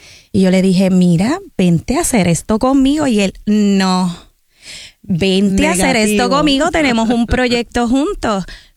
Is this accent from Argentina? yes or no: no; Corozal, Puerto Rico; Soy maestra de teatro en la Escuela Superior Emilio R. Delgado del pueblo de Corozal, que es mi pueblito.